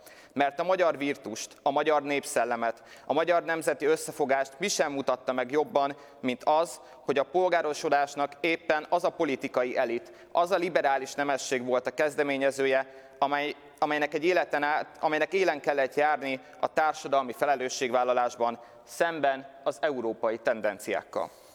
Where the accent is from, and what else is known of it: Hungary